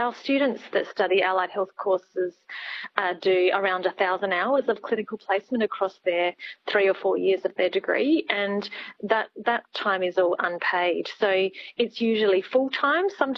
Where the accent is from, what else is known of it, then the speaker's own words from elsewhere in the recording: South Australia, Australia; I'm from the Riverland myself. I was living in Adelaide, sharing a flat with friends